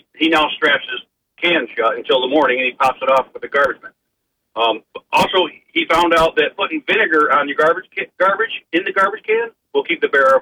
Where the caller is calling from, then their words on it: Owego, New York, United States; Hey, it's … from Owego.